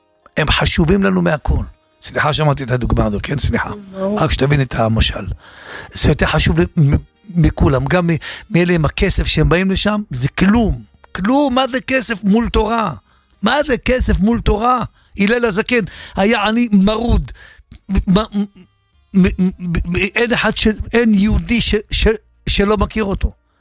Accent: Safed, Northern District, Israel; moved away; הסתכלתי גם שזה עיר מולדתי

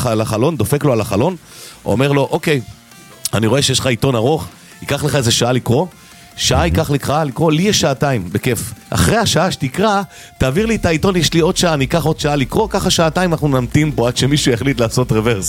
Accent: Elad, Central District, Israel; גדלתי בשנים בעיר הנפלאה הזאת, אלעד, עיר התורה והחסידות

